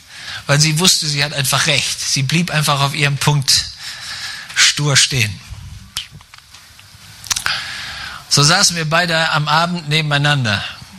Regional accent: Schleswig-Holstein, Germany; Wie ihr wisst, komme ich ja aus Schleswig-Holstein. Mein Dialekt lässt das bis heute nicht verborgen.

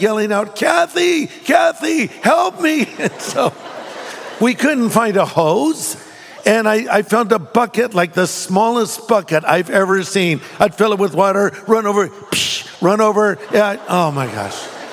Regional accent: California, United States; Well, listen, I'm from California, okay?

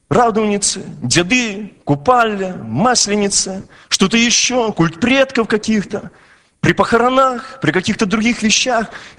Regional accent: Belarus; Я рад тому, что я белорус, я живу здесь, на этой земле. Может быть, я не умею совсем чисто говорить на белорусской мове

